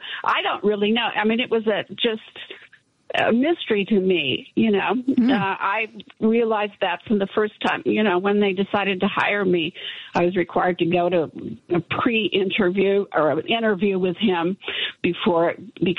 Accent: California, United States; why I was working for him when I came from California

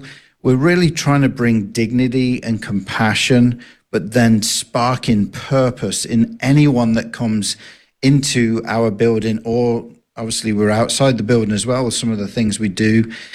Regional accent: Texas, United States; accent: Texas; And I'm glad you like my Texas accent.

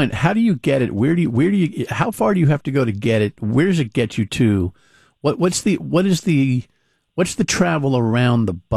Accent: Massachusetts, United States; born there; moved away as an adult; now in Cumberland, Rhode Island, United States; outside of Springfield. And you would see the PVTA, as they call it, the Pioneer Valley Transit Authority buses, in my hometown on a regular basis

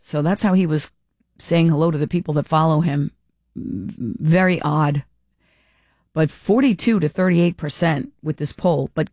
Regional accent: Warwick, Rhode Island, United States; we grew up in Warwick, the next generation.

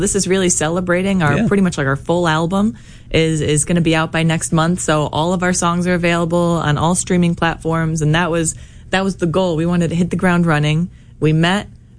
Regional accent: Syracuse, New York, United States; And so I've had my whole New York City chapter and ended up moving back to my hometown.

